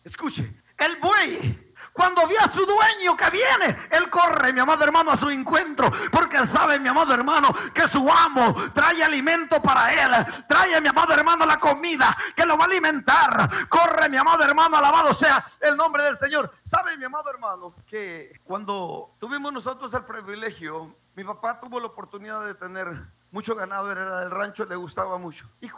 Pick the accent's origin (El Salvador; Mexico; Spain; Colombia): El Salvador; En el tiempo de la guerra, en mi país, El Salvador